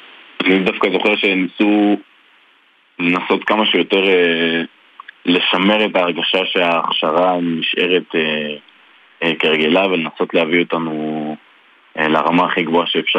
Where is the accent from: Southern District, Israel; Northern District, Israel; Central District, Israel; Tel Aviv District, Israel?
Central District, Israel; Ness Ziona; אז אני גדלתי בנס ציונה.